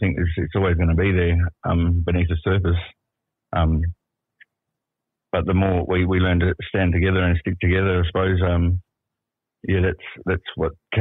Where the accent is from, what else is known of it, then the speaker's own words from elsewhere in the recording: Perth, Western Australia, Australia; I'm from Perth. I'm a Noongar Yamadji man. Grew up here all my life